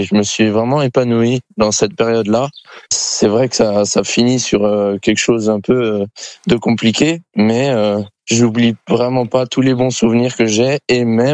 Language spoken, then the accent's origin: French; France; je suis français